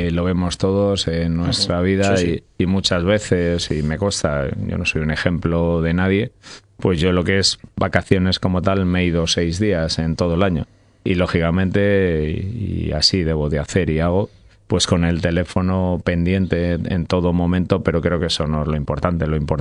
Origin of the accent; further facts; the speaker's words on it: Valladolid province, Castile and León, Spain; Mi ciudad es Valladolid y mi pueblo es Matabozolos.